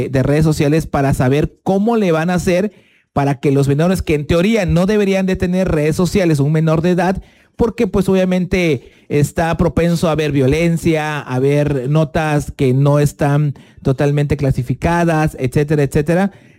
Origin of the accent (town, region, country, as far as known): Mexico